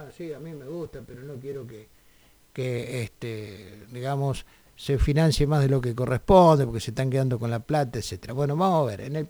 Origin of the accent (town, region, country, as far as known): Argentina